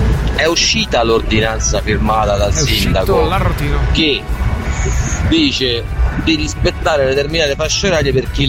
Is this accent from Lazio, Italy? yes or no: yes; Pomezia, Lazio, Italy; Io vengo da Pomezia